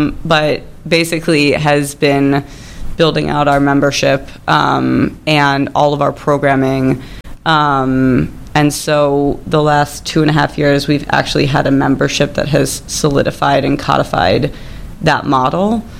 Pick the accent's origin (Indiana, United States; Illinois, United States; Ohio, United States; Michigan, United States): Illinois, United States; Chicago; also born or lived in Boston; I was raised in Chicago. I grew up in Lincoln Park, went to Jewish day school, and then I went to Peyton for high school.